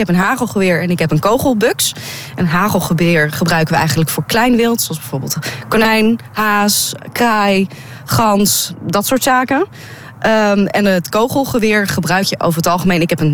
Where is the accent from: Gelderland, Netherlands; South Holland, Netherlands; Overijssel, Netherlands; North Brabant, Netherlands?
Gelderland, Netherlands; born or raised there